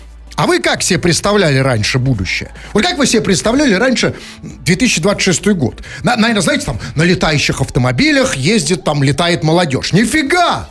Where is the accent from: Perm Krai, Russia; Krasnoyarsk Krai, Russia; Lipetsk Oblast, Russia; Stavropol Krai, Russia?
Lipetsk Oblast, Russia; now in Moscow, Russia; Типа, я из Липецкой области переехал, так сказать